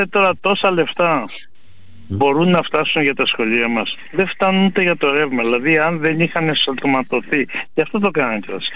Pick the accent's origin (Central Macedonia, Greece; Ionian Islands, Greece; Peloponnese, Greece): Peloponnese, Greece; Finikounda; στο χωριό μου στη Φοινικούντα